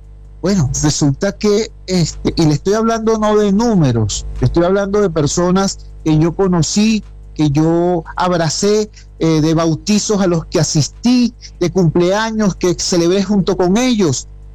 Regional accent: Venezuela; como venezolano, como ciudadano

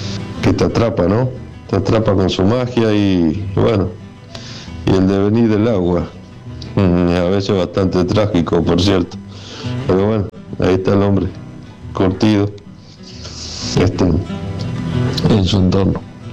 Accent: San Nicolás de los Arroyos, Buenos Aires Province, Argentina; moved away; yo también crecí en el Bañado, en el Pago de San Nicolás, Campa Negodizo, ¿no? Y en la isla.

